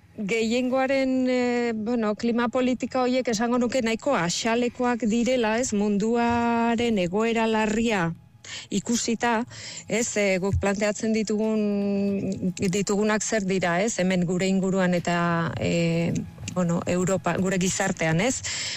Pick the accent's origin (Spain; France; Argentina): France; Nouvelle-Aquitaine; baina Lapurdikoa naiz, eta han beti izan dira piratak eta kortsarioak